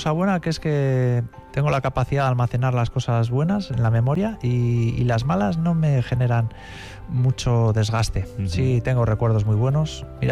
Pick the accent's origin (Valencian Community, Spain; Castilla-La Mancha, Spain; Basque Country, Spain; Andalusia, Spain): Basque Country, Spain; Bilbao; born there; Nací en Santutxu